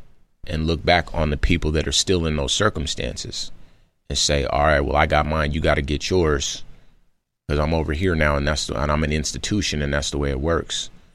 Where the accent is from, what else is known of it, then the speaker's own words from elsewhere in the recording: Compton, California, United States; It was some positivity in the neighborhood that I grew up in Compton, California.